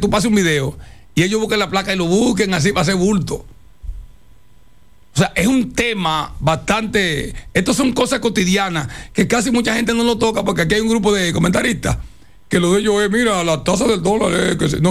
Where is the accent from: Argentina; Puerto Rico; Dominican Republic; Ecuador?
Dominican Republic; Yo, que soy dominicano